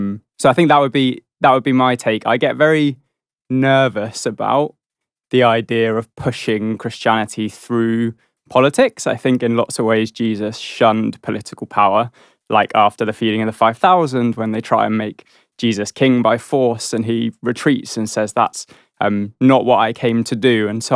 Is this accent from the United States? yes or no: no; England, United Kingdom; I love being English. I love the quaintness of our country.